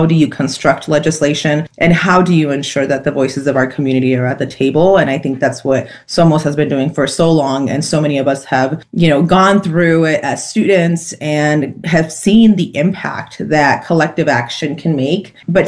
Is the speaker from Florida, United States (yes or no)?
no; New Mexico, United States; now in Senate District 9, New Mexico, United States; I grew up in the North Valley and in Southside Santa Fe. But I became the first person in my family to purchase a home. And that was in Senate District 9